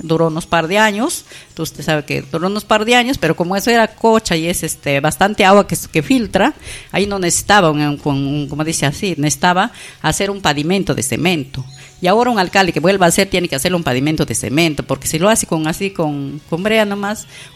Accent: Tocache, San Martín, Peru; also born or lived in Huánuco; soy nacida y crecida en Tocache y he hecho mi primaria y mi secundaria en la ciudad de Tocache y mi estudio superior lo he hecho en Huánuco

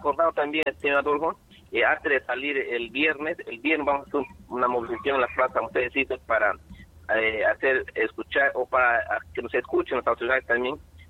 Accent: Peru; Somos peruanos

